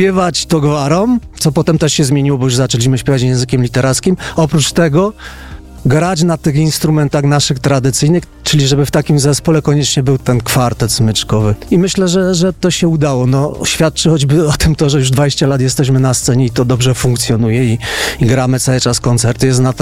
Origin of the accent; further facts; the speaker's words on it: Lesser Poland, Poland; tam u nas na Podhalu